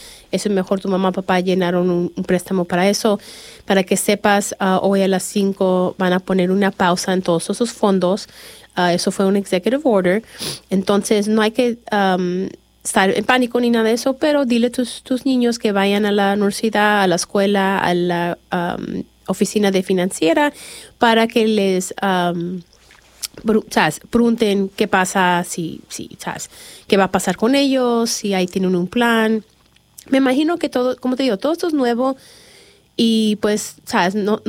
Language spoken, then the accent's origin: Spanish; Chicago, Illinois, United States; now in Lexington, United States; yo soy de Chicago, es diferente, ¿verdad? En Chicago podemos estar 20 bajo cero y todavía todo el mundo va a trabajar. Es mucho diferente allá que aquí.